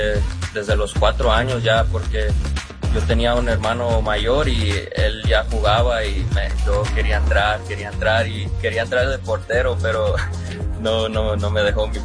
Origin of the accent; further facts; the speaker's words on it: Berkeley, California, United States; born there; Yo nací en Berkeley, California.